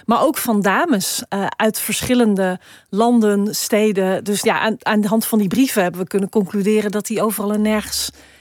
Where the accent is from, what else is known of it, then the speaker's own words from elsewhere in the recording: Suriname; Ja, ik kom uit Suriname, dus iedereen gooit je oom en tante.